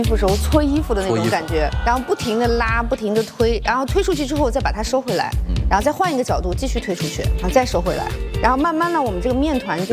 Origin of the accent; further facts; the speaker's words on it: Shandong, China; 大家好，我是来自山东的 … ，嗯，我是一位烘焙爱好者